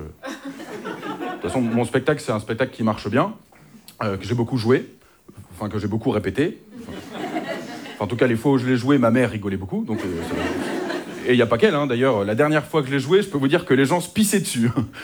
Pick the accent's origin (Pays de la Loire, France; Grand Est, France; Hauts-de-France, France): Hauts-de-France, France